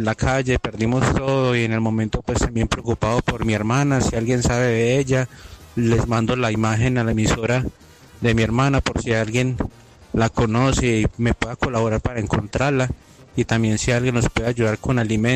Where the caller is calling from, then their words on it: Apía, Risaralda, Colombia; Dios los bendiga a ustedes desde acá, desde Apia, Risaralda, Pereira.